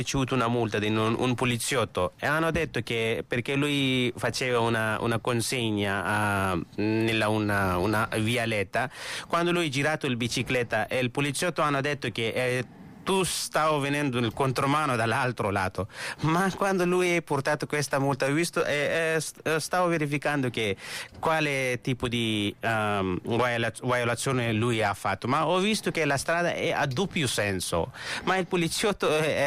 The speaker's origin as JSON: {"language": "Italian", "country": "Pakistan", "second_language": "Italian", "moved": "yes", "lives_now": "Italy", "said": "se io sono dal Pakistan"}